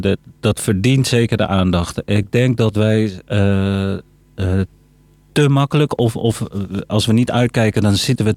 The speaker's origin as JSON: {"language": "Dutch", "country": "Netherlands", "tie": "born there", "second_language": "Dutch", "said": "dat is echt geboren en getogen in de Molukse gemeenschap. En ik sprak pas Nederlands vanaf mijn zesde. Ik heb me jarenlang niet verbonden gevoeld met dit land."}